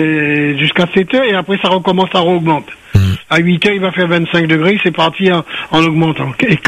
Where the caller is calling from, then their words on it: Langon, Nouvelle-Aquitaine, France; Là, c'est la Nouvelle-Aquitaine. Là, je suis à Langon.